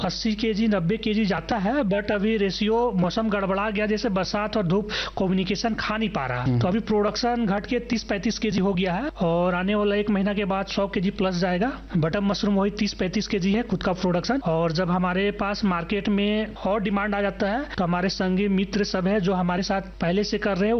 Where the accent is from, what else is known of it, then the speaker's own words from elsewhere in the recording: Jharkhand, India; मैं कांके प्रखंड के नेवरी विकास गाँव के रहने वाला हूँ।